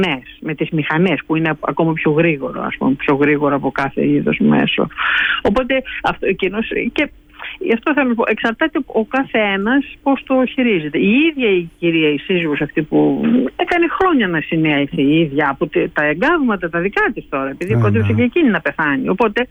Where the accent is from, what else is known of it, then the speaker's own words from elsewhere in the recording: Greece; now in Dublin, Ireland; σαν Έλληνες